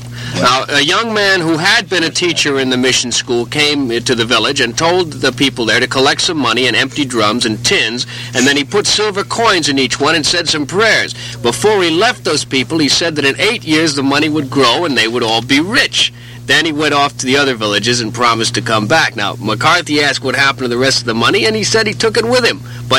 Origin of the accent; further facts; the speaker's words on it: Elkhart, Indiana, United States; That's my hometown.